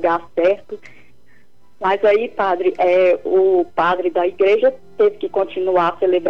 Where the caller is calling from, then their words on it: Sete Lagoas, Minas Gerais, Brazil; De Sete Lagoas, Minas Gerais.